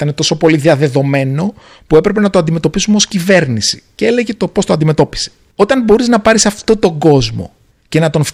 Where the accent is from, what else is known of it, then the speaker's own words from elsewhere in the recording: Agrinio, Western Greece, Greece; Και επειδή το Αγρίνιο είναι ο τόπος μου και δεν θα έλεγα ποτέ όχι στο να πάω